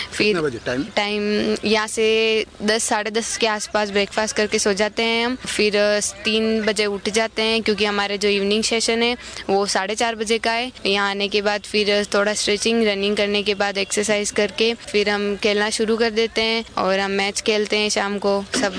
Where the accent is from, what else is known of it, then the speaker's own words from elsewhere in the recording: Chittorgarh, Rajasthan, India; मैं चित्तौड़गढ़ से हूँ।